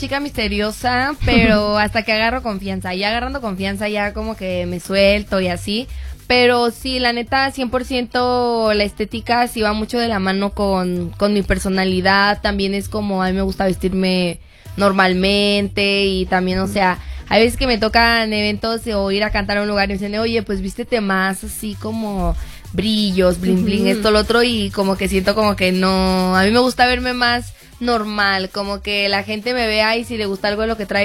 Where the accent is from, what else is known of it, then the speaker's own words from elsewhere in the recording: Tijuana, Baja California, Mexico; vengo de paso, igual me estoy quedando bastantes días por acá, pero vengo de Tijuana.